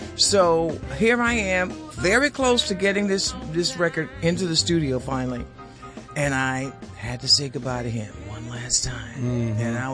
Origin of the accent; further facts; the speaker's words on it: Miami, Florida, United States; I'm originally from Miami, Florida.